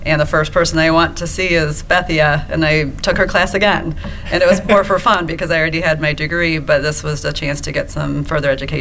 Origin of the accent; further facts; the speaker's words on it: Ottawa, Illinois, United States; born or raised there